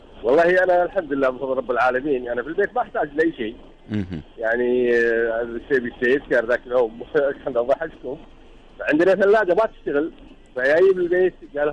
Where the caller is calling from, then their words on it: Kuwait; عندنا في الكويت هنا